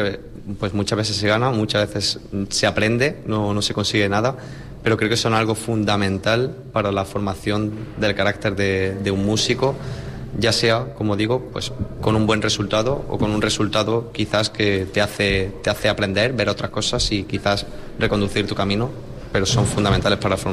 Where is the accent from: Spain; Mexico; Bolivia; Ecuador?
Spain; Andalusia; En Andalucía, como andaluz, ¿no? Pues defiendo totalmente la tradición que hay...